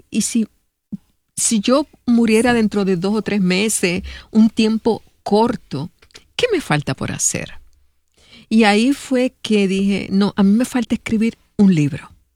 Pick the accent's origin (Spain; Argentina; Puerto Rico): Puerto Rico; Cidra; Pues mira, yo también soy de Sidra.